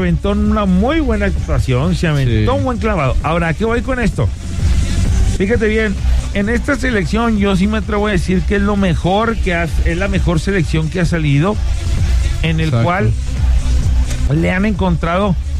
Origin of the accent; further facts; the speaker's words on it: Mexico; como buen mexicano, como buenos mexicanos que somos